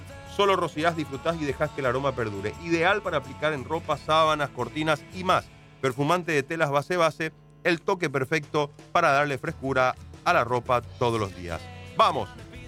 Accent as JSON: {"language": "Spanish", "country": "Paraguay", "said": "sacando el corazoncito paraguayo"}